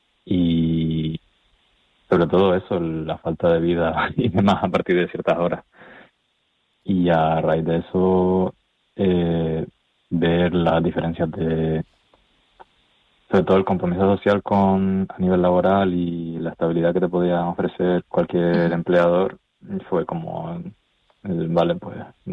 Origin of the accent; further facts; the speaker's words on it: Las Palmas de Gran Canaria, Canary Islands, Spain; moved away; yo soy de Las Palmas de Gran Canaria, me crié yendo los fines de semana y después del instituto en ocasiones a López de las Canteras